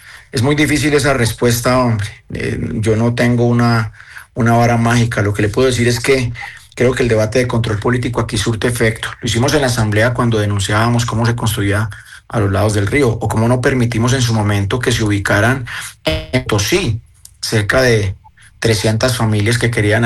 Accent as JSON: {"language": "Spanish", "country": "Colombia"}